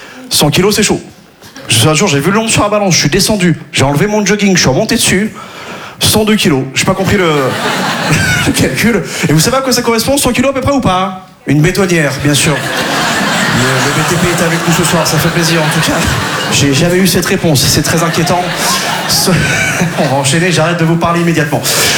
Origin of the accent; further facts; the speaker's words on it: Quimperlé, Brittany, France; déjà, là d'où je viens à Quimperlé, on n'avait pas les sports cool.